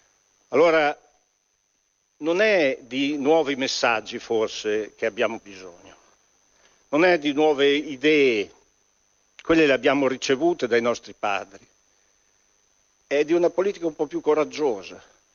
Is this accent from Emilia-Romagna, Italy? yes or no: yes; Molinella, Emilia-Romagna, Italy; io vengo da Molinello, un comune della provincia di Bologna